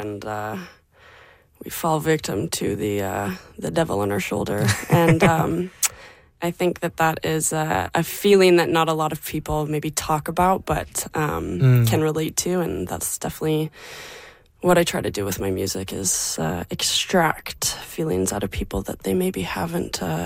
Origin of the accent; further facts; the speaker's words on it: Salt Spring Island, British Columbia, Canada; Yeah, I mean, I am very, very lucky to have grown up there. There's a beautiful sense of community, and I definitely credit growing up there, you know, for getting me into the arts.